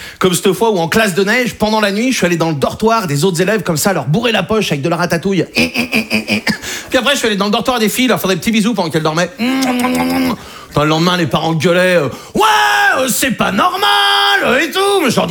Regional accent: Brittany, France; je suis breton, j'ai 21 ans

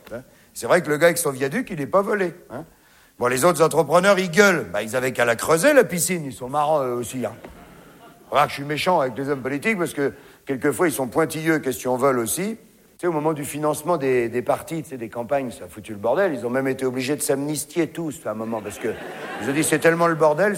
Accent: France; Hein, vous avez vu, chez nous, en France, ils ont dit, ah oui, oui, oui.

